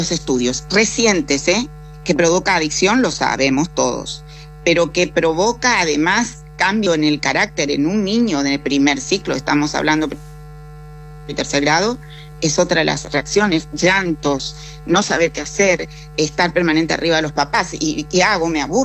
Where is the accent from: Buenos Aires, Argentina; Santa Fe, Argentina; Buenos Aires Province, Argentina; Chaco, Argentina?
Chaco, Argentina; also born or lived in Formosa; yo que soy criada, prácticamente yo soy de Chaco por todo lo que he pasado en la vida